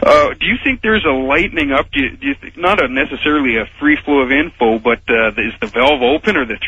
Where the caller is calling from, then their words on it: Edmonton, Alberta, Canada; calling from Edmonton, Alberta, Canada.